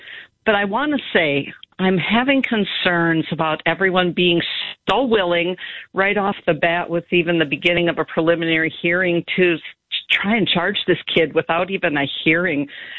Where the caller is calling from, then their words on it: Minnesota, United States; I'm a woman veteran living in the belly of the beast in Minnesota.